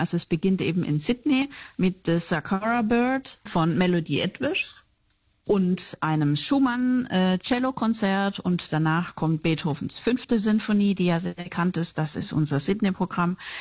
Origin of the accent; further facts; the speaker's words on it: Schwäbisch Gmünd, Baden-Württemberg, Germany; für mich natürlich als Deutsche